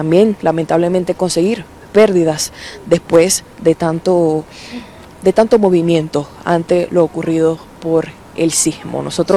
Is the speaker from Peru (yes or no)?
no; Venezuela; así somos los venezolanos